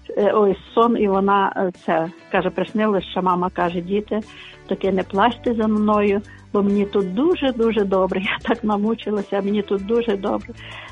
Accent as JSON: {"language": "Ukrainian", "town": "Bilivtsi", "region": "Chernivtsi Oblast", "country": "Ukraine"}